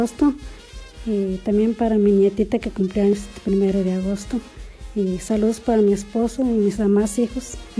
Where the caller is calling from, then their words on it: Acoyotla, Hidalgo, Mexico; vengo de Acoyotla, de Guerrero Hidalgo.